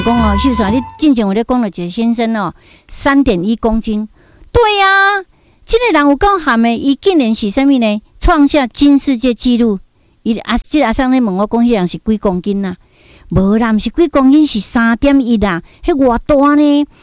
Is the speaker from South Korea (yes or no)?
yes; Daegu, North Gyeongsang, South Korea; 我的故乡在大邱，因为我是大邱人哈。